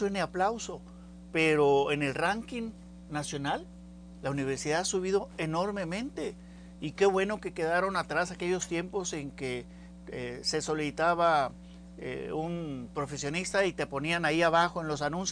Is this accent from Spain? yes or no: no; Tamaulipas, Mexico; A nosotros como tamaulipecos